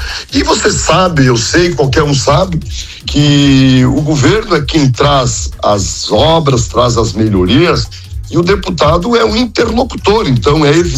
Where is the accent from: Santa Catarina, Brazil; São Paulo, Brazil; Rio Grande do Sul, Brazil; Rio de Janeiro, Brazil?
Santa Catarina, Brazil; Blumenau; Porque eu sou de Blumenau, né? Então, nós aqui em Blumenau sofremos todas as intempéries